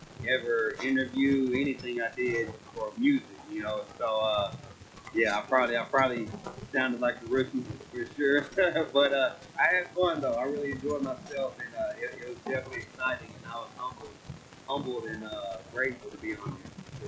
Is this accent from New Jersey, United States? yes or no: no; Kilgore, Texas, United States; So I live in Kilgore. I'm from Kilgore.